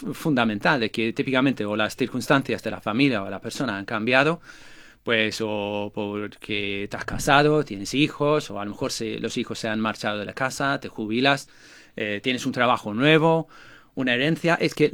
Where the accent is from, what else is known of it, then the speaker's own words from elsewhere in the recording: England, United Kingdom; Spanish is a second language; moved away as an adult; also born or lived in Ireland; now in Spain; yo no soy español, yo soy inglés. Después de 20 años la gente piensa que estoy fingiendo el acento, pero no es así. Yo soy de Inglaterra